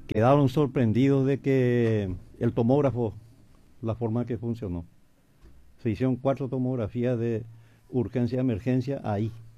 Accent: Paraguay; O sea, tenemos que estar orgullosos como paraguayos

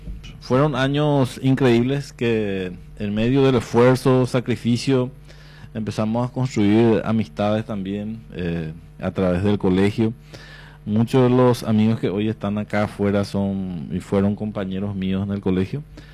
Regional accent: Paraguay; yo soy del barrio San Luis y venía a la escuela en el barrio Costa Alegre, que es prácticamente mi segunda casa también, porque ahí hice la escuela, el colegio.

